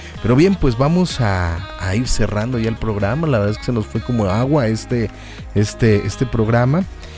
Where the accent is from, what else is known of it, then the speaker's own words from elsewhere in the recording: Mexico; ese gusto de ser mexicanos.